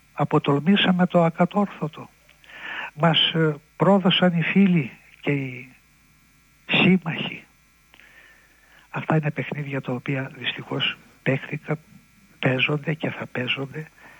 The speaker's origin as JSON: {"language": "Greek", "country": "Greece"}